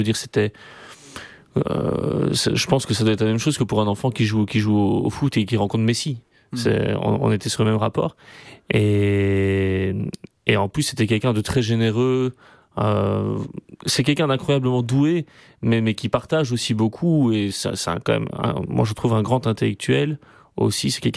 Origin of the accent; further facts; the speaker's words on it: Brussels, Belgium; Moi, je suis bruxellois